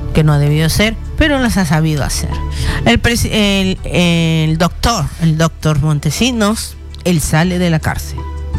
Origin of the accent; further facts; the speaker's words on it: Peru; soy peruana.